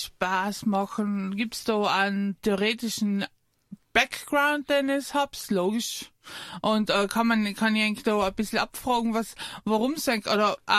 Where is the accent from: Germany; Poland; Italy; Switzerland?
Italy; Trentino-Alto Adige; moved away; weil ich komme ja aus Südtirol